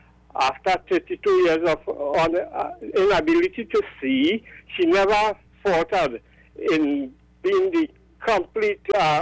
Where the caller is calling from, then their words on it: Rio Claro, Trinidad & Tobago; From Rio Claro.